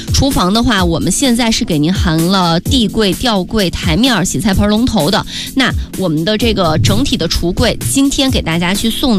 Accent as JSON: {"language": "Chinese", "region": "Sichuan", "country": "China", "said": "我们家就是四川的"}